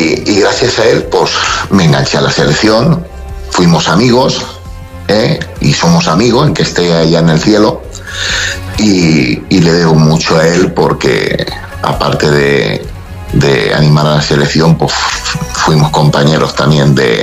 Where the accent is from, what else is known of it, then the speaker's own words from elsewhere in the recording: Elche, Valencian Community, Spain; oficialmente siguiendo a la selección, porque yo soy de Elche